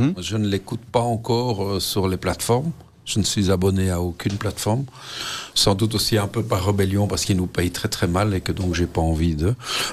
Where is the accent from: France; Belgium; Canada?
Belgium; Molenbeek, Brussels; born or raised there